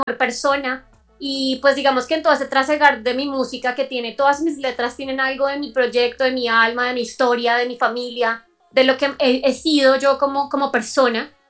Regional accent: Ibagué, Tolima, Colombia; born there; also born or lived in Bogotá; yo estoy desde Ibagué. Yo nací en Bogotá realmente. Yo soy bogotana del alma, de corazón. Y a los 7 años me vengo a ir a Ibagué

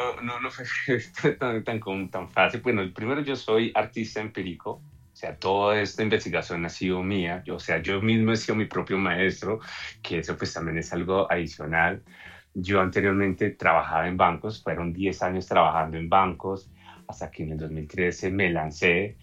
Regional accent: Colombia; nosotros aquí como colombianos

